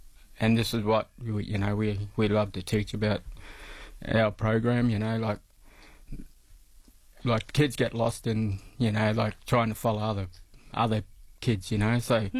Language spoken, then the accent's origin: English; Mackay, Queensland, Australia; moved away as an adult; also born or lived in Mildura; But, you know, like, I grew up in Mackay. I'm 51 this year, so... I moved away a lot of years ago, when I was in my 20s, I moved away, and I come back only last year. We moved from Mildura